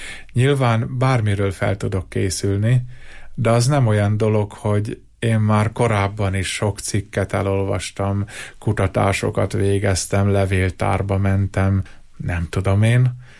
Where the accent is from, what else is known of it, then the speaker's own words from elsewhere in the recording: Jászság, Hungary; Hát nyilván én egy elkötelezett jász ember vagyok, és erős rokálpatrióta.